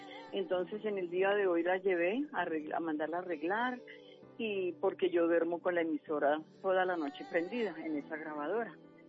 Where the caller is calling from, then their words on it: Girardot, Cundinamarca, Colombia; Estoy en Girardot.